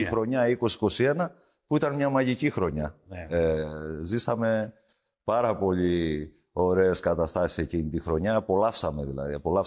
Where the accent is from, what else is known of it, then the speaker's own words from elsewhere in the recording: Crete, Greece; εγώ καταρχήν αγαπώ πολύ την Κρήτη. Παρόλο που δεν γεννήθηκα εδώ, αλλά ήρθα πολύ μικρός. Όλα μου τα βιώματα είναι εδώ.